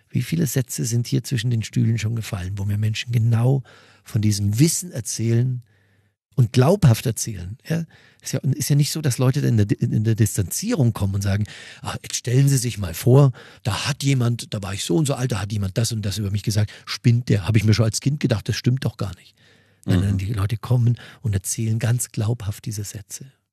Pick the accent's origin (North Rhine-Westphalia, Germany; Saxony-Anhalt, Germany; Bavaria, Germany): Bavaria, Germany; Mühldorf am Inn; du hast ja katholische Wurzeln, ich habe evangelische Wurzeln und ich komme aus Mühldorf am Inn, da waren wir ganz, ganz in der Unterzahl